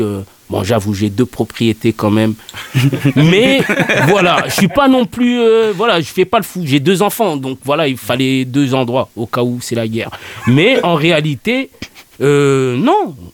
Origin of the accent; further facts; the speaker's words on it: France; born there; also born or lived in England; je suis né en France, je me sens français.